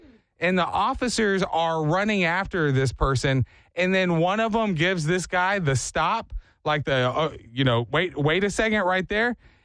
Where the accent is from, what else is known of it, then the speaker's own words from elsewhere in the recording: Texas, United States; I'm from Texas.